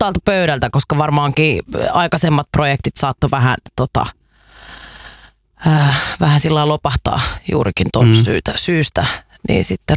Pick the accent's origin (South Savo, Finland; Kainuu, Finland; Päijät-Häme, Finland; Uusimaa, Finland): Uusimaa, Finland; Kerava; Me ollaan Keravalta